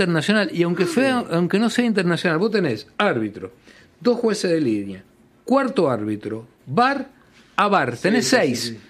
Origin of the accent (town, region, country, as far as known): Argentina